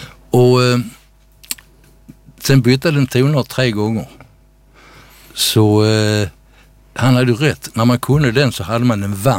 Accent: Eslöv, Skåne, Sweden; i Sallrup där jag är uppväxt utanför Eslöv.

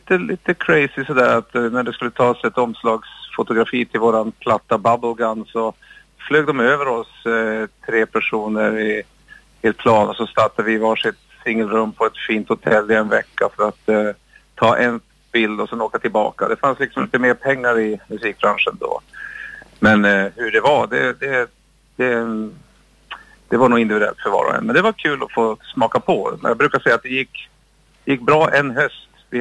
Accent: Piteå, Norrbotten County, Sweden; now in Stockholm, Sweden; jag kommer från Piteå ursprungligen, bor i Stockholm så många år.

